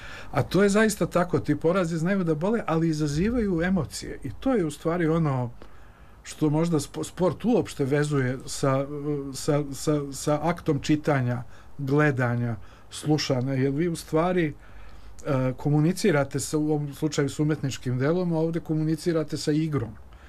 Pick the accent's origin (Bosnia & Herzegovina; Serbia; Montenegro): Bosnia & Herzegovina; Sarajevo, Federation of Bosnia and Herzegovina; Pa, znate, ja sam odrastao u Sarajevu, odrastao u jednoj kući koja je imala prostranu baštu, dvorište